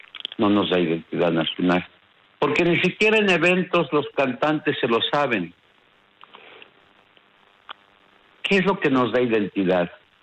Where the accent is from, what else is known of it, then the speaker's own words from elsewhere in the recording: Mexico; la mayoría de los mexicanos no saben o no sabemos el himno nacional.